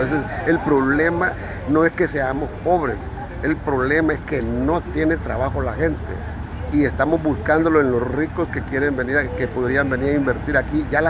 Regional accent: Honduras

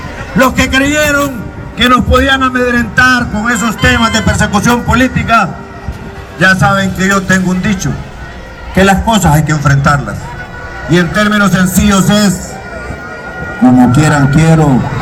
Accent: Honduras; yo regrese a Honduras, porque esa es mi tierra y ese es mi derecho.

